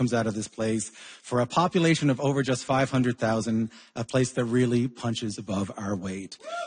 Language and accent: English; Newfoundland and Labrador, Canada; I hardly ever mention that I'm from Newfoundland on the show. I tell people quite often that growing up here, if you were into the arts, you couldn't just be into one thing.